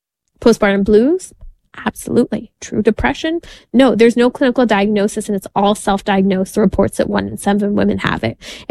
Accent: California, United States; we have my home state of California

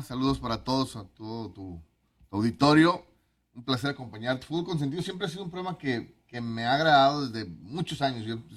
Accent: Mexico; y digo hemos porque soy mexicano

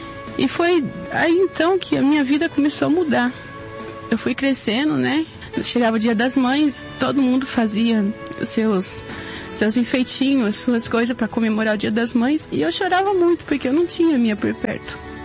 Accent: Sorocaba, São Paulo, Brazil; sou da cidade de Sorocaba e eu vim aqui contar meu testemunho. Eu tenho 31 anos

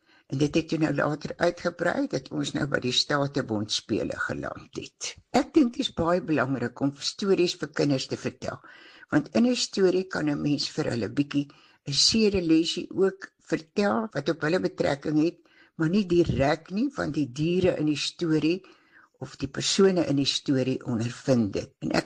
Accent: Vryheid, KwaZulu-Natal, South Africa; now in Mossel Bay, South Africa; My grootwordjare, ek het in Vryheid Natal groot geword.

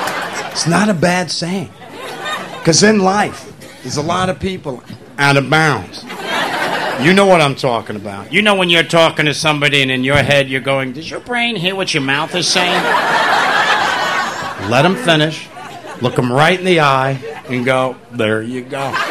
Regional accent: New York, United States; I'm a New Yorker. You know New Yorkers and New Jersey people. We always ask permission to ask a question.

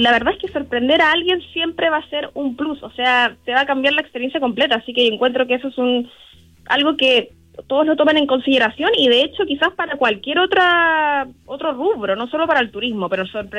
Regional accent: Pirque, Santiago Metropolitan Region, Chile; now in Valle de Elqui area, Chile; yo soy originalmente de Pirque, mi familia es de allá y todo

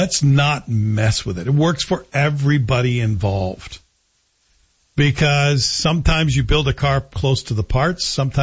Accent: Canada; But we're Canadian, Brian, so we tend to be a little insecure.

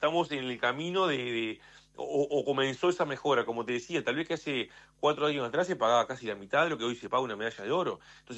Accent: Uruguay; estamos en Uruguay

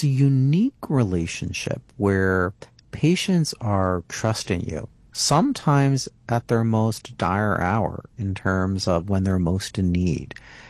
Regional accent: Philadelphia, Pennsylvania, United States; moved away; and I'm from Philadelphia, Broomall Newtown Square.

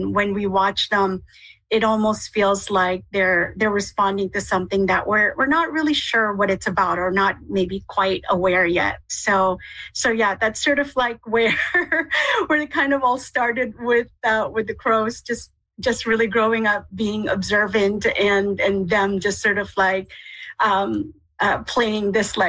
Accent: Manitoba, Canada; But with that, though, growing up in Manitoba, like all of those things there, like the landscapes, the crows and everything else, it became very much a part of how I see things.

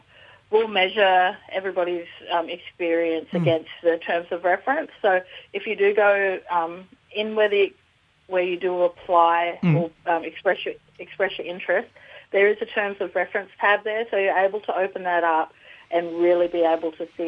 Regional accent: Queensland, Australia; I'm a Cubby Cubby, Bayili, Birri and Southsea Island woman, and I live in Redcliffe on my father's country

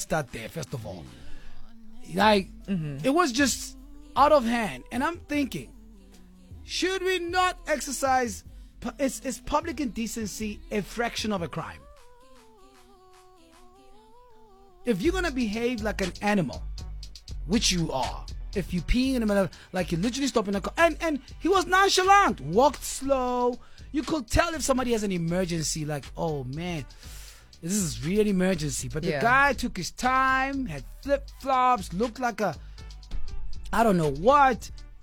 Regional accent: South Africa; I'm that South African who is so fully concerned.

